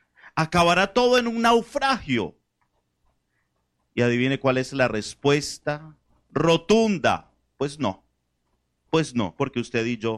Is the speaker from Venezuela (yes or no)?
yes; Venezuela; now in Colombia; como venezolano en el exterior, me ha tocado, no sé si se entiende este dicho aquí en Colombia, hacer de tripas corazón.